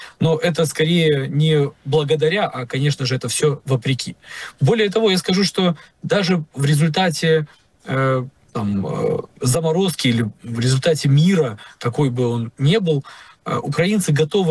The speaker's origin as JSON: {"language": "Russian", "region": "Crimea", "country": "Ukraine", "lives_now": "Kyiv, Ukraine"}